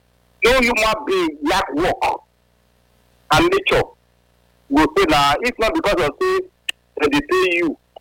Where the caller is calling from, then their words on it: Israel; I'm calling from Israel.